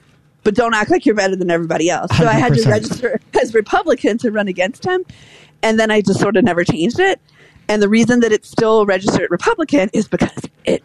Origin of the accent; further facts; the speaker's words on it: Louisiana, United States; I'm from, I am swamp trash from Louisiana